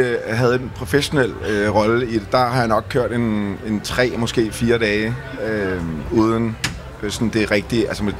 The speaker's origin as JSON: {"language": "Danish", "town": "Copenhagen", "region": "Capital Region of Denmark", "country": "Denmark", "tie": "born or raised there", "said": "Jeg er vokset op på Christianshavn"}